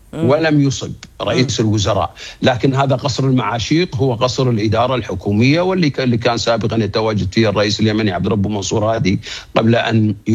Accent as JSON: {"language": "Arabic", "country": "Kuwait", "said": "عندنا في الكويت"}